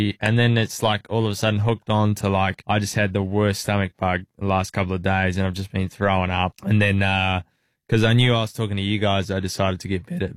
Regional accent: New Zealand; growing up in New Zealand

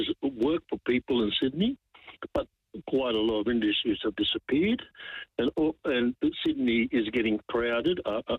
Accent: Malta; moved away; I came from Malta in 1967. We were glad to come out here.

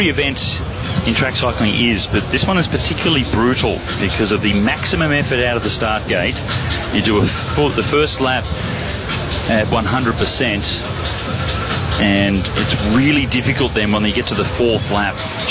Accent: Australia; accent: Australian; Some of you may recognise our accents as Australian.

